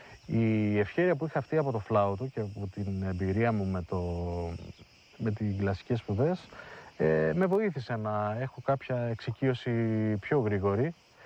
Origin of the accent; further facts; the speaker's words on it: Heraklion, Crete, Greece; born there; Έκανα σπουδές κλασικής μουσικής, κλασικό πιάνο και κλασικό φλάουτο στο Ηράκλειο που γεννήθηκα, μετά στην Αθήνα και στο εξωτερικό συνέχισα πάλι κλασικές σπουδές